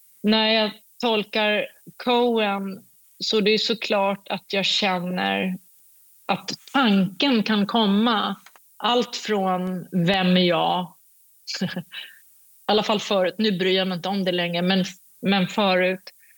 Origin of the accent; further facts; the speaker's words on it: United Kingdom; Swedish is a second language; now in Sweden; Jag kommer från Storbritannien och jag vet hur jag ska säga saker...